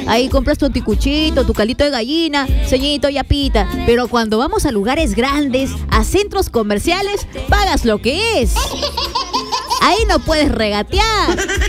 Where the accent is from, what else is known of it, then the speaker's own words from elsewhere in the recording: Peru; yo, como bien peruana que soy